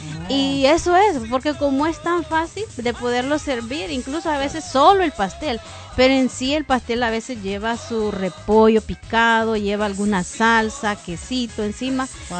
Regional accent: Honduras

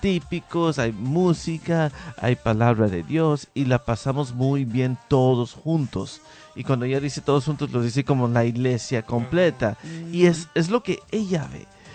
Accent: Venezuela; now in Nashville, United States; Yo soy de Venezuela y todos vivimos aquí en Estados Unidos.

